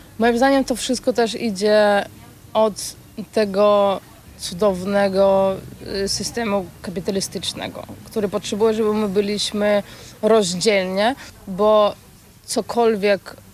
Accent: Belarus; Polish is a second language; now in Poland; w codzienności rozmawiam w języku białoruskim oraz w języku polskim. Nie udaję siebie za Polkę. Jestem Białorusinką

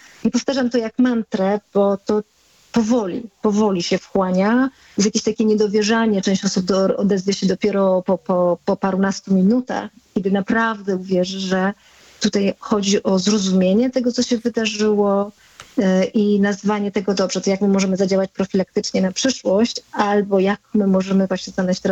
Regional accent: Warsaw, Masovian Voivodeship, Poland; jestem z Warszawy i głównie pracuję właśnie na przykład ze szkołami tutaj warszawskimi.

